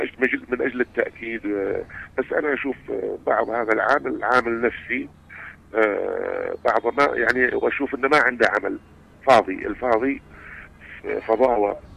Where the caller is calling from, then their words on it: Yemen; حرب السعودية علينا الآن الشعب اليمني